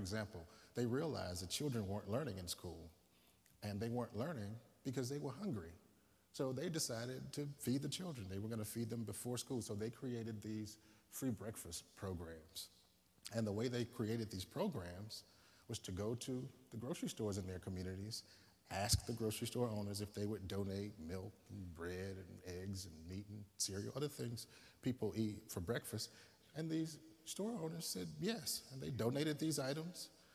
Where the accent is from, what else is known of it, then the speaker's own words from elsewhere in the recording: Mississippi, United States; I mean, I thought it was bizarre, but I grew up black in Mississippi, and so you get used to the bizarre.